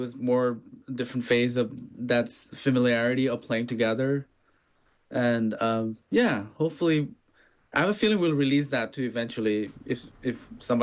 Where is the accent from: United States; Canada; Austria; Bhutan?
Bhutan; So I grew up in Bhutan.